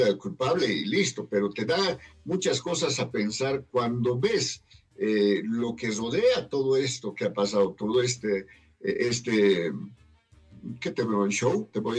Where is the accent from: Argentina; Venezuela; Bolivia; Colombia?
Bolivia; los que quedamos mal en todo esto somos los bolivianos, ¿no?